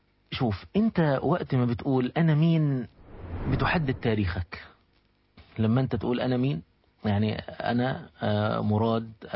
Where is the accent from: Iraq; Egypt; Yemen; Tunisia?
Egypt; باعتباري شخص مصري